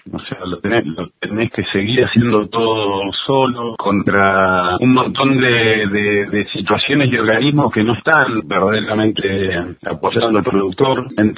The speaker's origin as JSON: {"language": "Spanish", "region": "Chubut", "country": "Argentina", "said": "porque si bien somos patagónicos, honestamente Río Negro y Chubut no tenían mucha relación"}